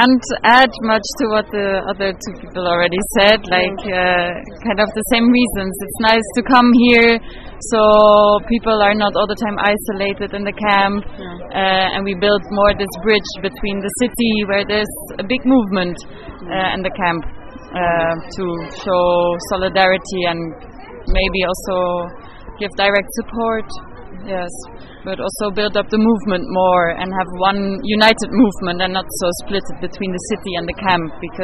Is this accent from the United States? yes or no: no; Belgium; English is a second language; I'm from Belgium.